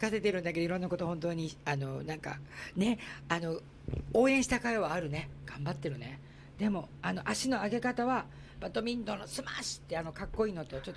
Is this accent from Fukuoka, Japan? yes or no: no; Osaka, Japan; 私ね沖縄の父だけど大阪で育ったんだった